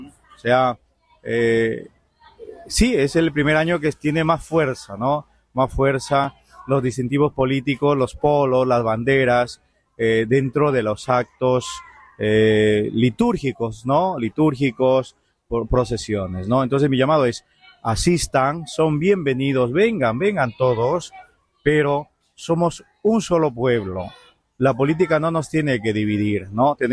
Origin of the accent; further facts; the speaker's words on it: Morales, San Martín, Peru; porque también soy de Morales, ¿no?